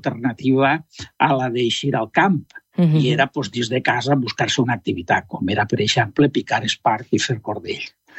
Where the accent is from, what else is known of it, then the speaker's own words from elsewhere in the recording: Gandia, Valencian Community, Spain; Jo sóc de Beniopo